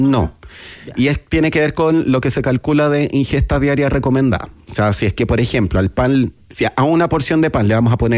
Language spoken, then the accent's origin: Spanish; Chile; nosotros sabemos que en Chile somos un país reyes de los problemas de salud mental.